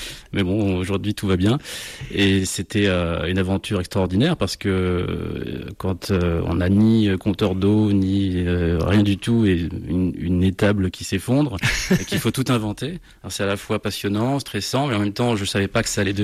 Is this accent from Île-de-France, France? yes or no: yes; Île-de-France, France; moved away as an adult; now in Burgundy, France; J'ai grandi dans le Val d'Oise chez mes parents.